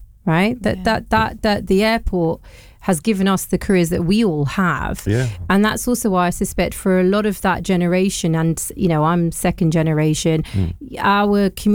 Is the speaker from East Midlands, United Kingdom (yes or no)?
no; Hounslow, London, United Kingdom; I'm hoping they're going to make me, I don't know, like a proud honorary Hounslowian. Or there'll be like a blue badge of where I grew up in Benson Close Estate.